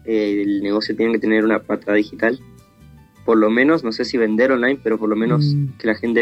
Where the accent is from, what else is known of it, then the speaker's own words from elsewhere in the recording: Comandante Andresito, Misiones, Argentina; soy de Misiones, Andresito principalmente. Soy un joven emprendedor de 26 años.